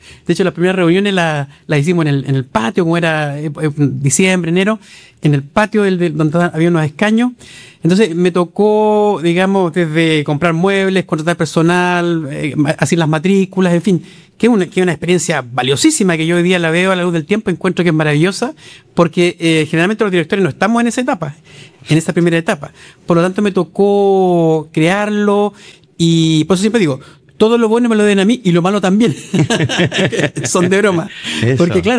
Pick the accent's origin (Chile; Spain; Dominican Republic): Chile; Concepción, Biobío; Yo soy penquista de nacimiento, siempre he vivido en la región. He estado en algún periodo, por razones académicas, de estudios fuera, pero en general siempre en mi región.